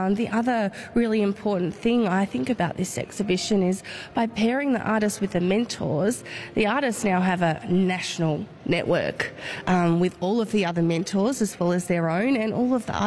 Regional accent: Tasmania, Australia; I'm a proud Palawa woman

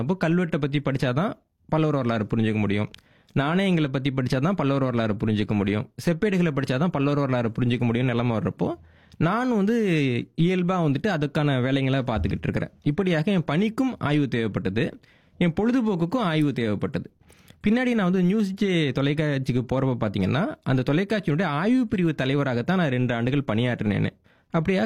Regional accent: Mannargudi, Tamil Nadu, India; born there; எங்கள் ஊரில் நான் வந்து மன்னார்குடின்ற ஒரு சின்ன ஊரில் தான் பிறந்தேன்.

